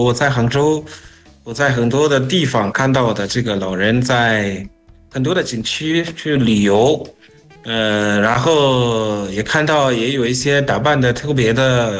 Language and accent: Chinese; Zimbabwe; Chinese is a second language; 欢迎大家来收听，我是来自津巴布韦的